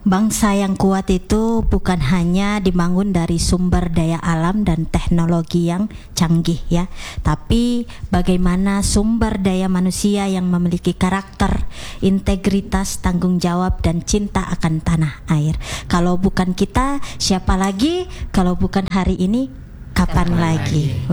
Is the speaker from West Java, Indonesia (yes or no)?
no; Ternate, North Maluku, Indonesia; Kita ini orang Indonesia, lebih khususnya orang Ternate. Saya lahir di Ternate, ya. Saya tumbuh kembang di Ternate. Saya mencari uang di Ternate.